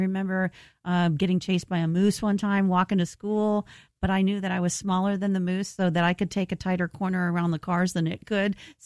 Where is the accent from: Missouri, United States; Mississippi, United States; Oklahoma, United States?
Oklahoma, United States; Bartlesville; born there; I was born in Oklahoma, Bartlesville, Oklahoma, in 1961.